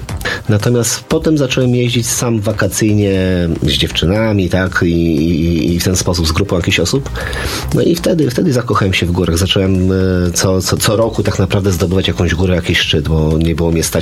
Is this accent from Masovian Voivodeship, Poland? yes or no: yes; Płock, Masovian Voivodeship, Poland; born there; Tak, urodziłem się w Płocku.